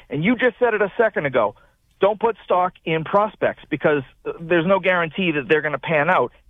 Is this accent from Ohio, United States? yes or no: no; Boston, Massachusetts, United States; So I am from Boston, okay?